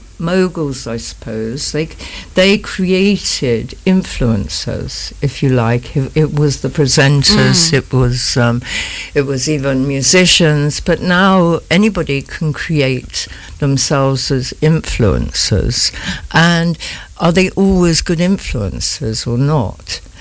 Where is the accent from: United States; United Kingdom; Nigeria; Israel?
United Kingdom; now in Nairobi, Kenya; it was actually shortly after I became a Kenya citizen, because as a British citizen